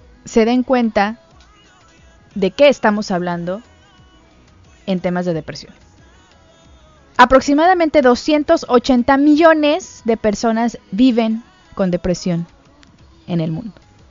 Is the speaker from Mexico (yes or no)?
yes; Misantla, Veracruz, Mexico; born there; Nací en Misantla, Veracruz, pero ahora soy orgullosamente isleña y dignamente quintanarroense.